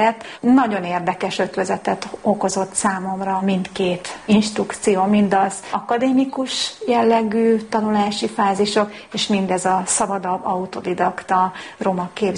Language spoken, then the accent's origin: Hungarian; Budapest, Hungary; Budapesten születtem, de a 6. kerületben nőttem fel. Szép emlékeim vannak gyerekkoromból.